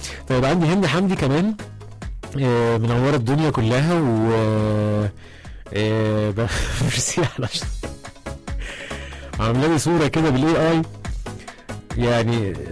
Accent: Egypt

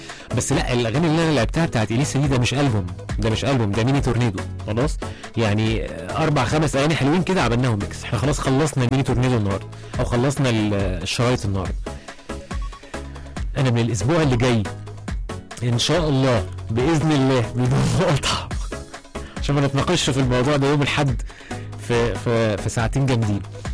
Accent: Egypt

